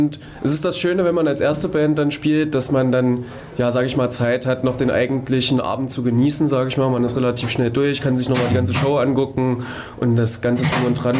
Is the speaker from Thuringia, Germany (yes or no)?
yes; Schmalkalden, Thuringia, Germany; Ja, wir sind aus Schmelkalden